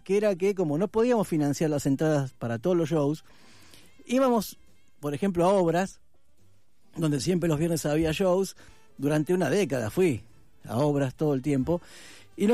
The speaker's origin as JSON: {"language": "Spanish", "town": "San Justo", "region": "Buenos Aires Province", "country": "Argentina", "tie": "born or raised there", "said": "Yo soy del oeste, de San Justo, y San Justo, Ramos Mejía, Aedo, Morón, todos los cines de barrio los viernes a la noche tenían espectáculos de música donde podías ver todo tipo de artistas, y era muy interesante porque además yo vivía a dos cuadras del Cine Cere"}